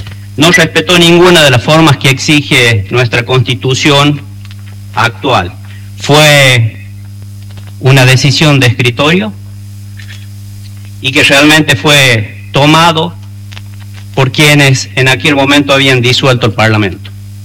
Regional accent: La Rioja, Argentina; alzar nuestra voz como riojanos y como representante de nuestro departamento, General Felipe Varela, que es un territorio del oeste riojano

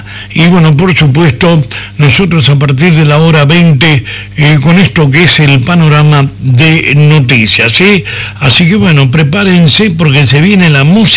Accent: Argentina; Qué es lo que somos los argentinos.

